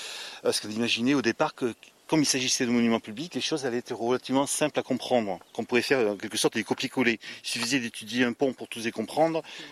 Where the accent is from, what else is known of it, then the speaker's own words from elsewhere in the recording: Vers, Occitanie, France; born there; je suis archéologue, je suis né à Vers et j'habite maintenant à Cabourret.